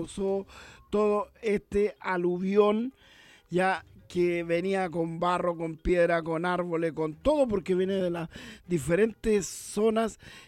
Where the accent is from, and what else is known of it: Chile